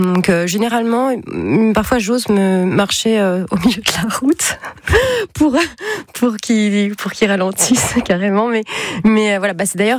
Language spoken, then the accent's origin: French; Île-de-France, France; moved away; also born or lived in Puisaye; Moi, je suis de région parisienne, mais depuis toujours, en fait, j'ai mon cœur depuis que je suis née en Puisaye.